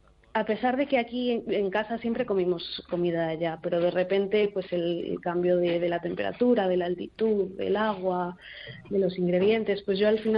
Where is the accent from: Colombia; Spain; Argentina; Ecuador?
Spain; Santiago; also born or lived in Valladolid / Segovia; yo nací en Valladolid, como comentaste antes. Me crié en Segovia hasta los 6 años. Crecí aquí en Santiago.